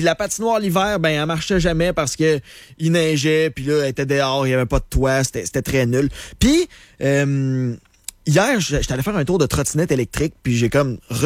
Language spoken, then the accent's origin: French; Saint-Raymond, Quebec, Canada; quand j'étais jeune, à Saint-Raymond, il y avait pas grand-chose.